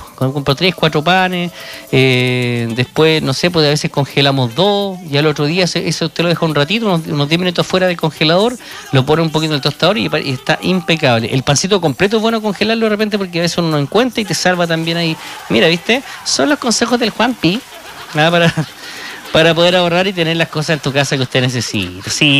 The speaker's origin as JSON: {"language": "Spanish", "country": "Chile", "said": "así somos los chilenos, ¿eh?"}